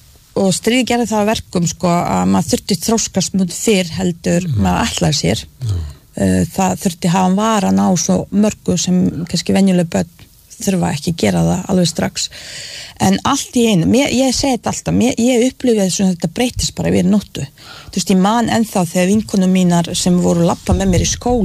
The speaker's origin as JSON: {"language": "Icelandic", "country": "Bosnia & Herzegovina", "tie": "born or raised there", "second_language": "Icelandic", "moved": "yes", "lives_now": "Iceland", "said": "Já, að allir múslimar bosníu múslimar í þessum bæ í mínum heimabæ voru já, voru hvað maður segir já, ekki æskileg þjóð"}